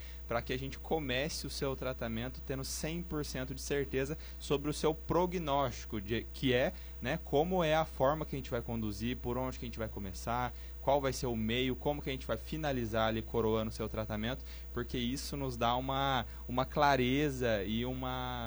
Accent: Pindamonhangaba, São Paulo, Brazil; eu sou de Moreira César, eu moro lá

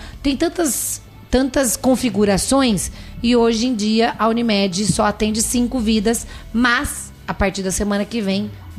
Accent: Bahia, Brazil; A gente veio da Bahia, né? A gente, aí, eles que nasceram da Bahia.

